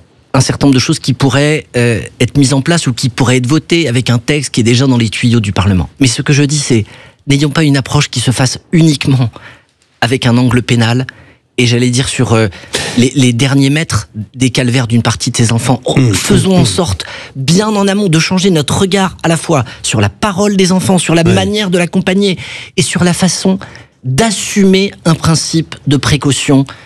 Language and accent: French; France